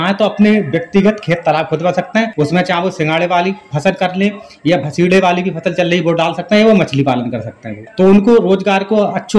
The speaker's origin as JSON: {"language": "Hindi", "town": "Bansipur", "region": "Uttar Pradesh", "country": "India", "said": "मैं एक किसान परिवार से हूँ और बंसीपुर गांव पड़ता है जो, और जो ग्राम पंचायत बखनौरी के अंतर्गत आता है और तहसील और ब्लॉक दोनों मिलक हैं।"}